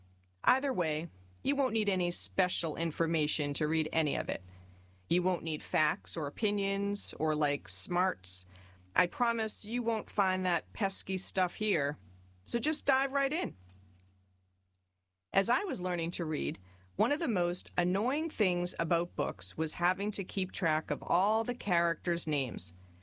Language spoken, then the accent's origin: English; Tennessee, United States; it's full of a bunch of stories about me and my hometown in Tennessee, my friends and my family